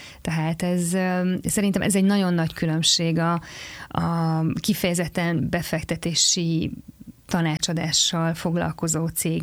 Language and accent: Hungarian; Szombathely, Vas, Hungary; now in Budapest, Hungary; én is szombathelyi vagyok